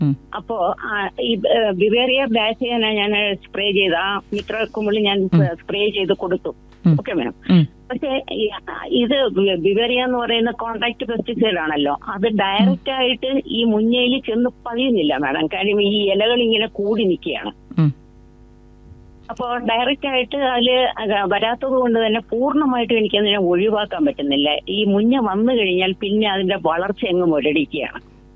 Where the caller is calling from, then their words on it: Ulloor, Kerala, India; ഉള്ളൂരിൽ നിന്നാണ്